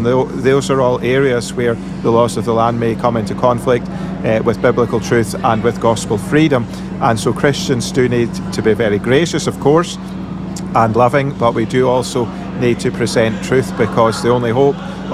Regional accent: Scotland, United Kingdom; accent: Scottish; moved away as an adult; now in Belfast, United Kingdom; I grew up in Scotland on the east coast near Dundee. And when I was 22, I came to live in Belfast. And 27 years later, I'm still in Northern Ireland

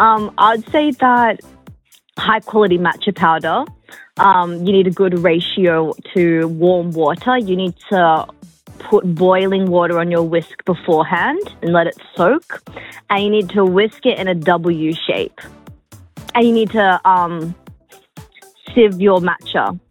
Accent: Melbourne, Victoria, Australia; Melbourne.

